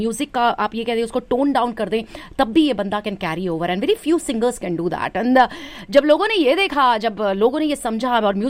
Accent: Delhi, India; accent: Punjabi; कई बार मेरा पंजाबी एक्सेंट आ जाता है, एस्ट्रोनॉट क्योंकि दिल्ली के हैं, वही पंजाबी तो हमारे खून में है, दिल्ली के लोग, पंजाब, मतलब हमारा पंजाबी कल्चर बहुत होता है दिल्ली में।

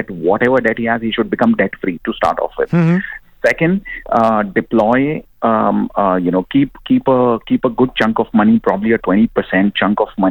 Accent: Mumbai, Maharashtra, India; now in United Arab Emirates; I come from Mumbai

